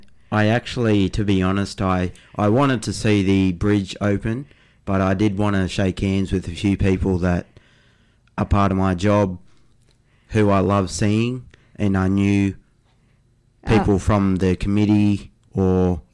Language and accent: English; Casino, New South Wales, Australia; born there; also born or lived in Lismore / Ballina; I was born at in Lismore, and I moved to Casino in 93 from Ballina, and just been enjoying. I've lived closer to town and now out of town since 04, and still living in the same house.